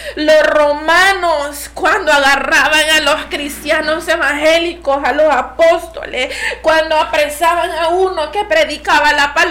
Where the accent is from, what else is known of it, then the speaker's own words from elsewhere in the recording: El Salvador; todos estamos seguros en el país de El Salvador